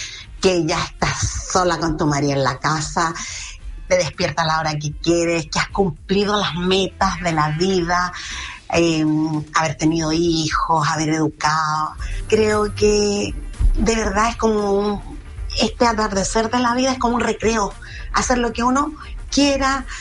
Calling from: Curauma, Valparaíso, Chile; de Curauma.

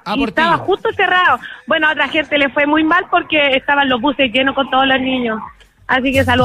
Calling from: Viña del Mar, Valparaíso, Chile; Estamos llegando a la casita aquí en Viña del Mar

